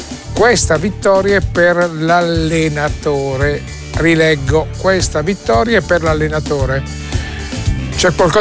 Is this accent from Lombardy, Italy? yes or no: yes; Bergamo, Lombardy, Italy; io da buon bergamasco i piedi.